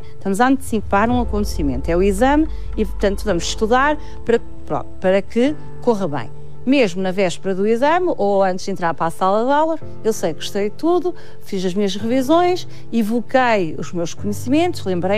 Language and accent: Portuguese; Fornos de Algodres, Centro, Portugal; born there; also born or lived in Fafe; eu posso dizer que sou de Fornos de Algodão, porque a minha mãe é de lá, passei lá mais tempo, mas eu nasci em Fafo, porque o meu pai é de Fafo.